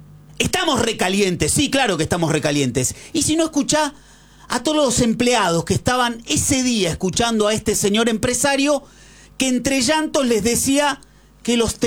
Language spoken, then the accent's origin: Spanish; Argentina; ¿Saben qué me pasa como argentino?